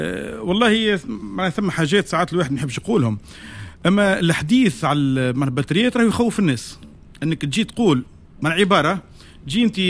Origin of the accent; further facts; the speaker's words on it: Tunisia; اليوم المصانع اللي عندنا في تونس